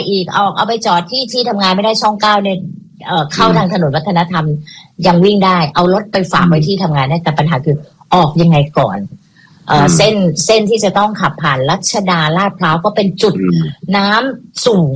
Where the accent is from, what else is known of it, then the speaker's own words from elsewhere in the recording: Bangkok, Thailand; เราไม่เคยพึ่งพาคนเหล่านี้เลยในชีวิตที่เราเป็นคนกรุงเทพมา